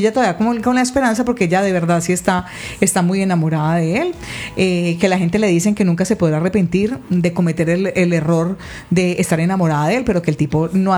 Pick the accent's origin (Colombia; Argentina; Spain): Colombia; Buga, Valle del Cauca; Un besito, Patricia, desde Buga, mi tierrita.